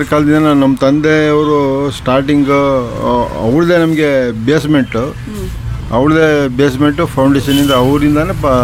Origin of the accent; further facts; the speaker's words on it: Shivamogga, Karnataka, India; ನಾವು ಶಿವಮೊಗ್ಗದಲ್ಲೇ ಹುಟ್ಟಿದ್ದು, ಬೆಳೆದಿದ್ದು ಶಿವಮೊಗ್ಗದಲ್ಲೇ, ಓದಿದ್ದು ಶಿವಮೊಗ್ಗದಲ್ಲೇ.